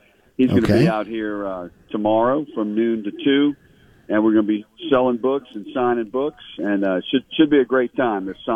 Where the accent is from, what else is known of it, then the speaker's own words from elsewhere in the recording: Metairie, Louisiana, United States; now in Alexandria, United States; I was telling them, I was from Metairie, and they're like, well, why are you up here?